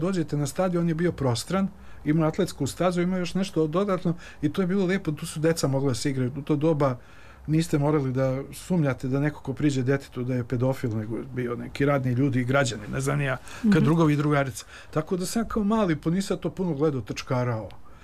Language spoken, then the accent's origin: Serbian; Sarajevo, Federation of Bosnia and Herzegovina, Bosnia & Herzegovina; Pa, znate, ja sam odrastao u Sarajevu, odrastao u jednoj kući koja je imala prostranu baštu, dvorište